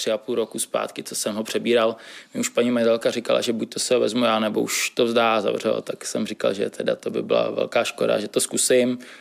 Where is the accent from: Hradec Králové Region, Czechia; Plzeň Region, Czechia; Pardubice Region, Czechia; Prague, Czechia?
Prague, Czechia; protože jsem rodák z Modřan, za ta léta jsem si tady k tomu vybudoval nějaký cit